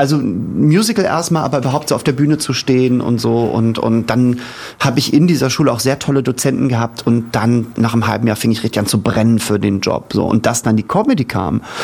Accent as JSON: {"language": "German", "region": "Hamburg", "country": "Germany"}